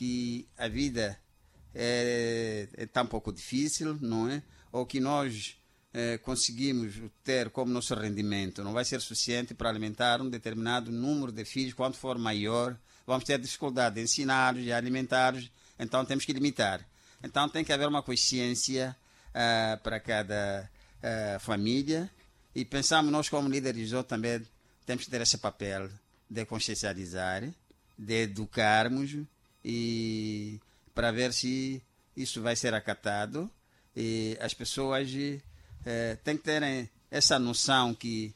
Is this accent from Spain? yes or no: no; Mozambique; da nossa união como moçambicanos